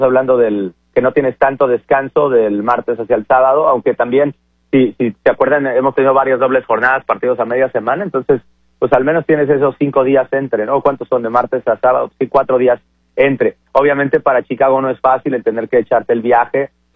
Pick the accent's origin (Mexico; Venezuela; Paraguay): Mexico; moved away; crecí en México